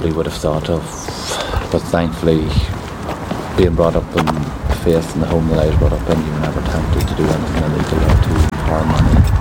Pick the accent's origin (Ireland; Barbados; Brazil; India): Ireland; Scotshouse, Ulster; now in Lisnaskee, United Kingdom; I was born and reared in the Cavan Monaghan border, but I now live in Lisnaskee in County Fermanagh.